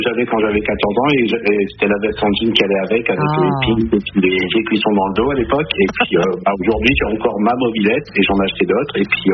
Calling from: Hauts-de-France, France; À côté de Berck-sur-Mer.

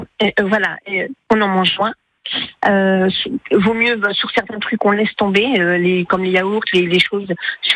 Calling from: Nantes, Pays de la Loire, France; Je suis nantaise

